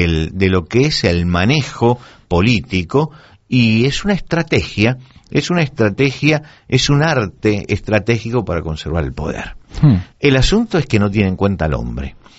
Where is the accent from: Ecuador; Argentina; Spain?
Argentina; yo recuerdo en mi país, en Argentina